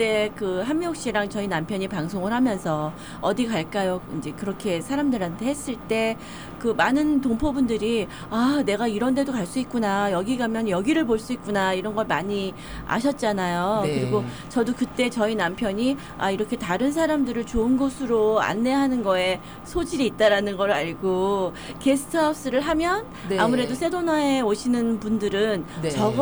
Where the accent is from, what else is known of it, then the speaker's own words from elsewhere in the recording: South Korea; now in Sedona, United States; 저도 친정이 한국에 다 있거든요.